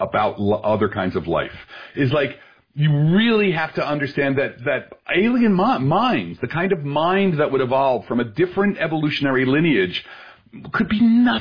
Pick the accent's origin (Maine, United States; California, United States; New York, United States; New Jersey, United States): New Jersey, United States; Belleville